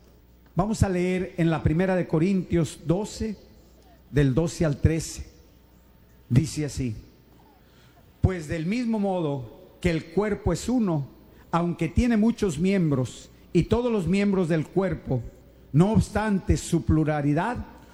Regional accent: United States; born there; Sí, porque nací en América.

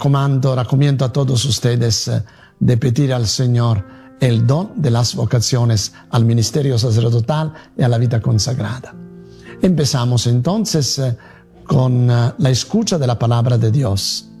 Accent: Italy; now in Van Nuys, United States; soy un sacerdote italiano que trabaja en la parroquia de Santa Elizabeth de Hungría en Van Nuys

